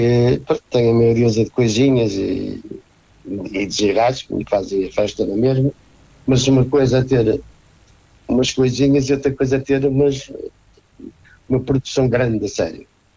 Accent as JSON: {"language": "Portuguese", "town": "Porto", "region": "Norte", "country": "Portugal", "said": "eu sou bem longe, eu sou do Porto"}